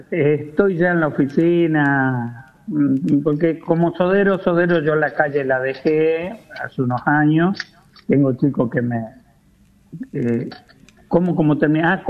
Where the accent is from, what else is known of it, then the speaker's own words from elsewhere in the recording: Arias, Córdoba, Argentina; nosotros en esta zona, en mi pueblo